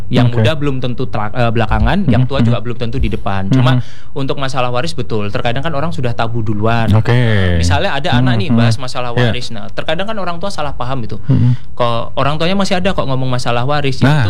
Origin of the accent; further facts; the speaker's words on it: Java, Indonesia; saya kan kebetulan Jawa nih